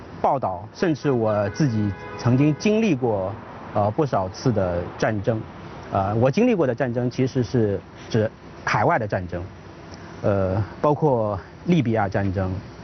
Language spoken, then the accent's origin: Chinese; China